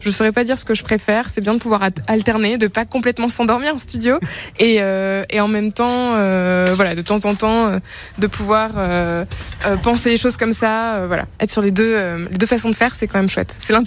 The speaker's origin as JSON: {"language": "French", "town": "Montpellier", "region": "Occitanie", "country": "France", "tie": "born or raised there", "said": "moi je suis de Montpellier, j'ai grandi ici"}